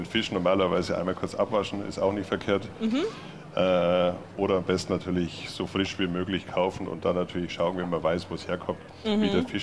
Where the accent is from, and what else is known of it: Bavaria, Germany; now in Dresden, Germany